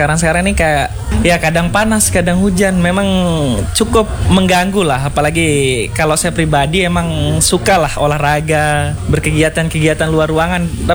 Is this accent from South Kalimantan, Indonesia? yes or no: no; Bayan, West Nusa Tenggara, Indonesia; Saya asalnya dari Bayan, Lombok Utara.